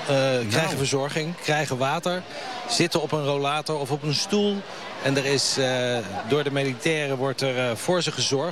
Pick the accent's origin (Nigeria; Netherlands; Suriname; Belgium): Netherlands; The Hague, South Holland; ik kom uit Den Haag.